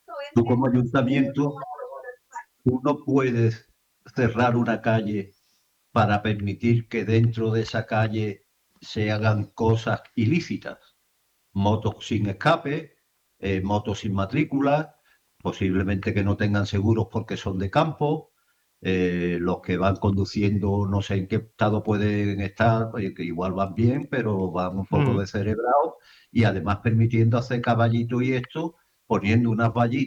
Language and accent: Spanish; Cádiz, Andalusia, Spain; soy de aquí de Cádiz